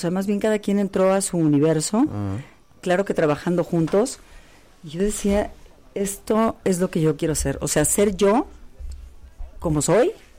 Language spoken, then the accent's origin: Spanish; Irapuato, Guanajuato, Mexico; moved away; Pues vengo de Irapuato